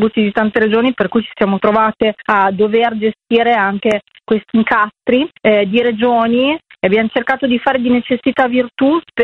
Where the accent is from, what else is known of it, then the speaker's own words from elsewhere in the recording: Mantua, Lombardy, Italy; noi siamo di Mantova